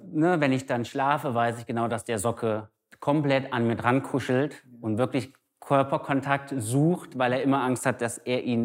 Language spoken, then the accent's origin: German; Kassel, Hesse, Germany; ich bin 30 Jahre alt, ich komme aus Kassel, bin gelernter Landschaftsgärtner